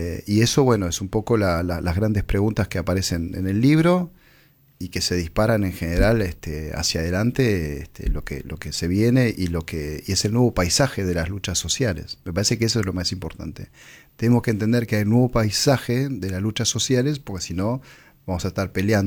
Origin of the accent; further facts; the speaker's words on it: Argentina; en un país como nuestro, Argentina